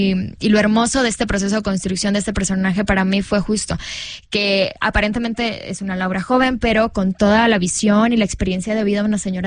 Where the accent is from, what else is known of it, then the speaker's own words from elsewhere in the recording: Cuba; O sea, no, porque soy de Cuba, ya el internet y toda la parte tecnológica también es.